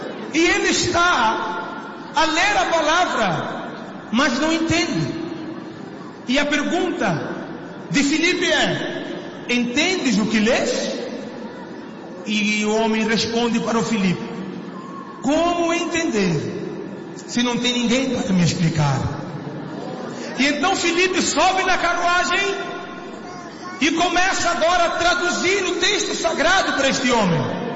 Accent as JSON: {"language": "Portuguese", "country": "Mozambique"}